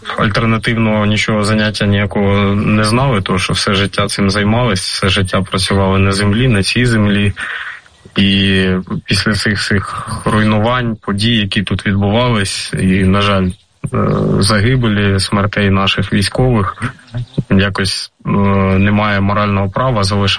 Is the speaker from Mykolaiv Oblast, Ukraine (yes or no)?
yes; Stepova Dolyna, Mykolaiv Oblast, Ukraine; Село Степова долина, воно знаходилось на лінії фронту, в ньому знаходились наші військові, вони вели оборону міста Миколаїв, і якраз наше село було на межі, воно є на межі Херсонської Миколаївської області